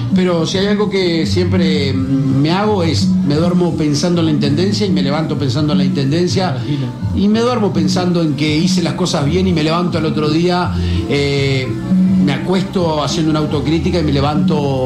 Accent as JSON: {"language": "Spanish", "town": "Río Branco", "region": "Cerro Largo", "country": "Uruguay", "tie": "born or raised there", "said": "en realidad es mi pueblo, es mi, obviamente que es mi tierra, es donde hice mis primeros pasos."}